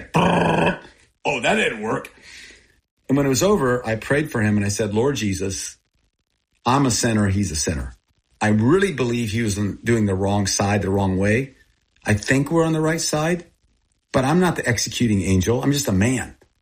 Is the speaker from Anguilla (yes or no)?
no; Thailand; first language Thai; English is a second language; also born or lived in Texas, United States; I was born in Texas, and I grew up in Thailand, and I grew up with Thai people. and my first language was Thai.